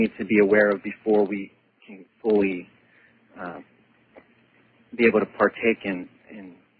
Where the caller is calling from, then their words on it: Seattle, Washington, United States; I'm calling from Seattle.